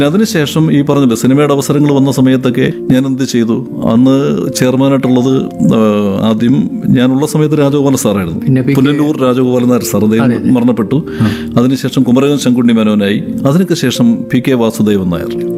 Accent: Pavithreswaram, Kerala, India; born there; അവിടെ പൗത്രേശ്വരം എന്ന് പറയുന്ന സ്ഥലത്താണ് ഞാൻ ജനിച്ചത്.

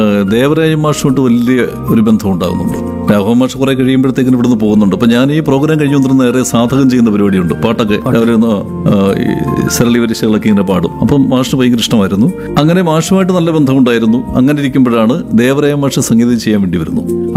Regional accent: Pavithreswaram, Kerala, India; born there; അവിടെ പൗത്രേശ്വരം എന്ന് പറയുന്ന സ്ഥലത്താണ് ഞാൻ ജനിച്ചത്.

